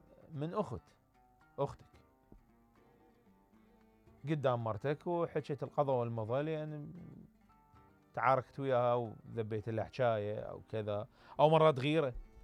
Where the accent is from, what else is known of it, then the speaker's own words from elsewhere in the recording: Iraq; الله يحفظ مجتمعنا وبلدنا من زاخو للفاو